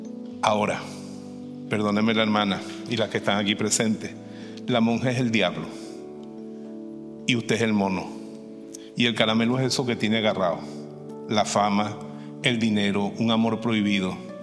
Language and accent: Spanish; Venezuela; moved away; Ella vivía allá en mi tierra, en Venezuela.